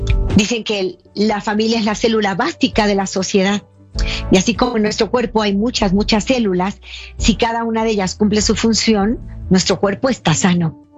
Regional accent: Mexico; México, mi país

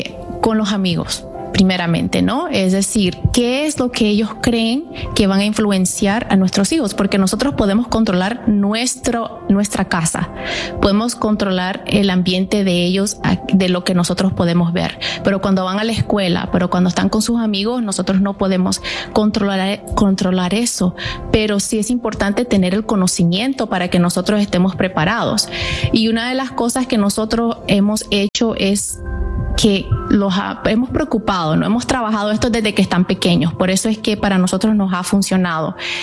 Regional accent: Toronto, Ontario, Canada; also born or lived in Nicaragua; Yo también salí de 7 años de Nicaragua, y interesante que nosotros venimos aquí, llegamos a Montreal y de ahí nos venimos para Toronto, y desde entonces pertenecemos a esta comunidad de la parroquia de Santo Tomás Moro, que queda en Scarborough

